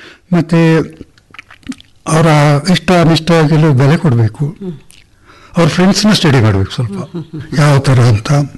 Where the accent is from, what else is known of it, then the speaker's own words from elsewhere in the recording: Murnad, Karnataka, India; Murnad, ಐಕೋಳ.